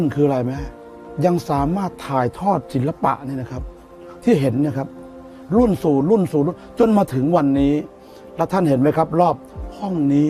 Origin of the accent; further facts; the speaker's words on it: Uthai Thani, Thailand; ผมคนอุทัย